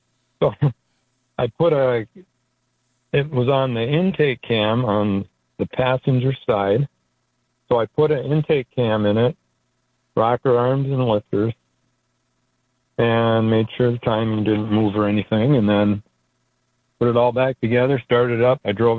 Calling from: Minnesota, United States; I'm listening from, I listen from Minnesota.

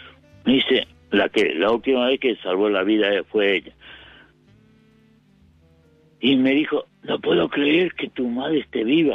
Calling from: Longchamps, Buenos Aires Province, Argentina; Disculpa tú. Soy de Longchamp.

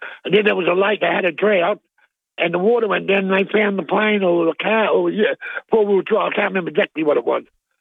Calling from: Port Adelaide, South Australia, Australia; I come from the Port area. I was born and bred down there.

